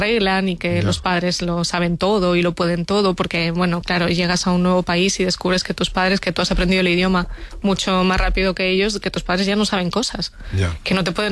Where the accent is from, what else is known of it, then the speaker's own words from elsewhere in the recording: Region of Murcia, Spain; refugiarme en los libros de la biblioteca de mi pueblo, en Murci